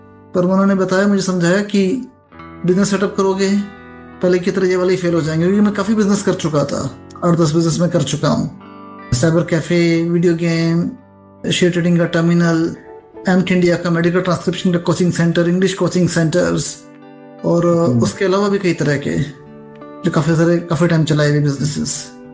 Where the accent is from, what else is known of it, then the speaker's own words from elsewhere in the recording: Haryana, India; देखिए, मैं बेसिकली हरियाणा से हूँ।